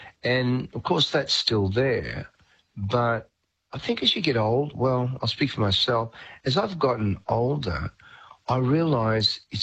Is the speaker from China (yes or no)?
no; Australia; I tell a lot of stories about my sort of history growing up in Australia and all of that.